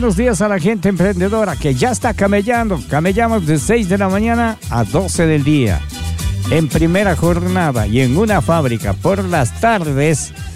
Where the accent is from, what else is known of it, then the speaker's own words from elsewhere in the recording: Ecuador; lo que tiene nuestro cantón y lo que tiene nuestro hermoso país de Ecuador.